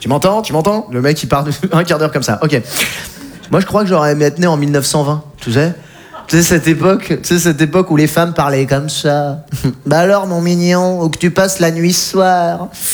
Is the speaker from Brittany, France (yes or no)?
no; Rambouillet, Île-de-France, France; Bah moi je suis français. Je viens de Rambouillet.